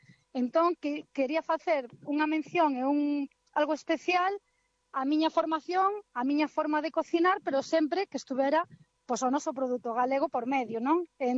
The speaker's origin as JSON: {"language": "Galician", "region": "Galicia", "country": "Spain", "said": "Ao final, somos galegos e comemos como galegos."}